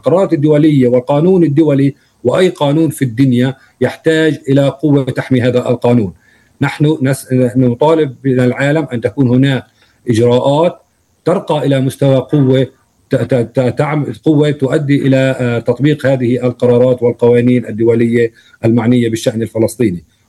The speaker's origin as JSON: {"language": "Arabic", "country": "Palestine", "said": "اقتصادنا الفلسطيني"}